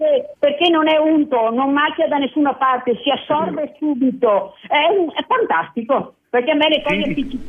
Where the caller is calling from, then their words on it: Mel, Veneto, Italy; Non sono proprio da Belluno, sono da Mel, in provincia di Belluno.